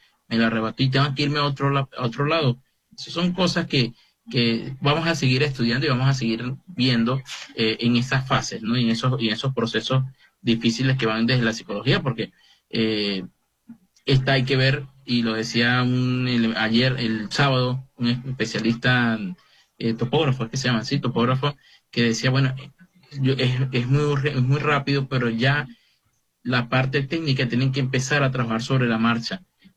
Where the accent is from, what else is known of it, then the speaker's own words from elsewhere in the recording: Barinas, Venezuela; Yo recuerdo cuando la traje Vargas en Barinas, que yo soy nativo de Barinas